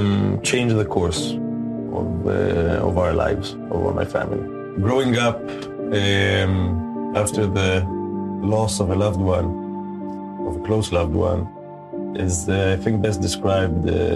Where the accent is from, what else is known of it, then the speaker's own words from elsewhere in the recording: Jerusalem, Jerusalem District, Israel; now in Haifa, Israel; I currently live in Haifa. I was born and raised in West Jerusalem.